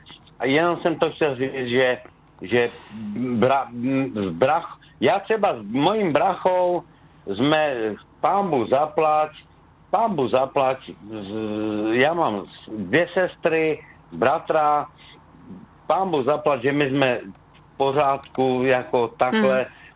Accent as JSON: {"language": "Czech", "town": "Skotnice", "region": "Moravian-Silesian Region", "country": "Czechia", "said": "já jsem na to pyšný, že jsem … že jsem ze Skotnice"}